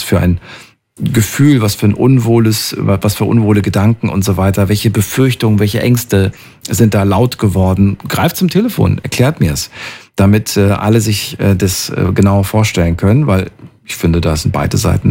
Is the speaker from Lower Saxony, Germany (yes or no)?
no; Thuringia, Germany; Früher bin ich aus Thüringen und so weiter und da war FKK ganz normal, ne, in der ehemaligen DDR.